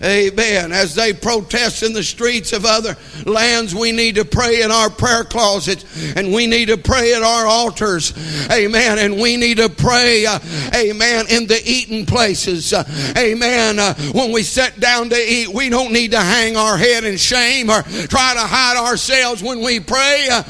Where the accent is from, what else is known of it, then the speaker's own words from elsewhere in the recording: United States; I thank God I'm a blood-bought Christian. I'm a believer in Jesus Christ. But I'm also an American.